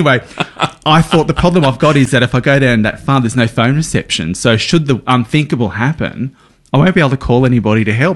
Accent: New South Wales, Australia; moved away; Growing up in Outback New South Wales.

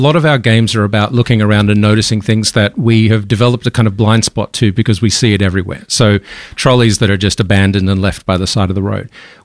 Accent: Australia; we're Australian indie developers.

